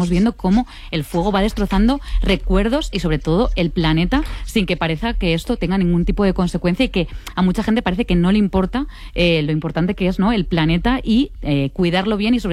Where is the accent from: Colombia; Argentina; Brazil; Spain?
Spain; Castellón, Valencian Community; Yo soy de Castellón y además acabamos de sufrir un terrible incendio en la Sierra de Espadà, que también está entre Castellón y Valencia.